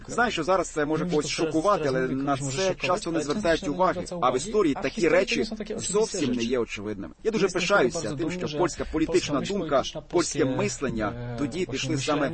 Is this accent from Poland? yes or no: yes; Poland; ми, поляки